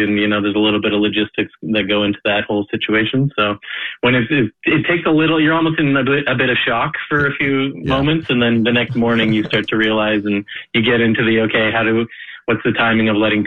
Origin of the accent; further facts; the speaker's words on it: Toronto, Ontario, Canada; moved away as an adult; now in Montreal, Canada; as a former Torontonian, I've got a little bit of that running through me as well, which I say, unfortunately, having lived here for 25 years